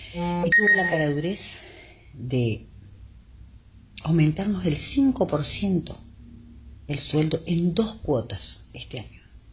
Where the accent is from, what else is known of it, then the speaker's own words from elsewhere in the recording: Chaco, Argentina; Soy de Chaco, soy una docente jubilada.